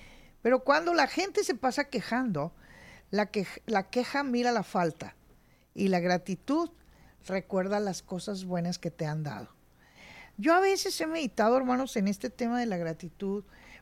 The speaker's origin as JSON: {"language": "Spanish", "country": "Mexico", "said": "Somos los mexicanos, comemos frijoles, pues, desde niños"}